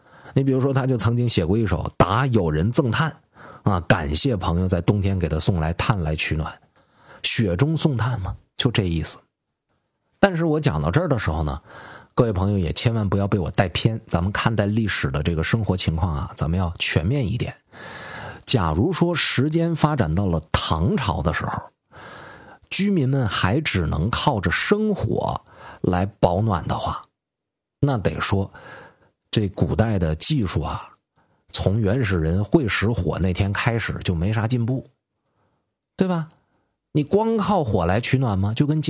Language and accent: Chinese; Changchun, Jilin, China; 特别是我的家乡吉林长春